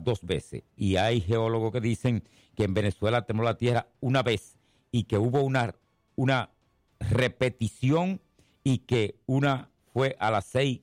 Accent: Dominican Republic; para que nosotros los dominicanos podamos recibir

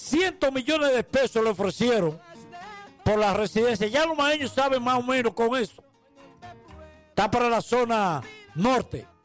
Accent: Mao, Valverde, Dominican Republic; mi pueblo, mi provincia, pero especialmente el municipio de Mao.

